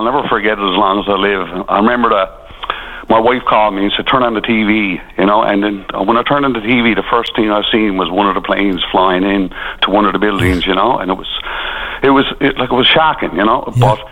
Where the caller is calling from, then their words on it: Newfoundland and Labrador, Canada; as a Newfoundlander